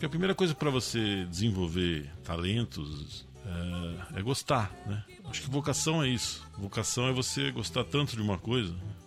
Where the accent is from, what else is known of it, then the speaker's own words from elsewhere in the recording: São Paulo, Brazil; born there; nasci em São Paulo, no bairro da Luz, no centro de São Paulo.